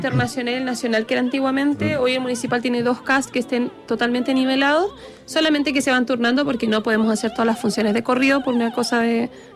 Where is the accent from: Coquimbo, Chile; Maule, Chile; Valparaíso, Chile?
Coquimbo, Chile; Guayacán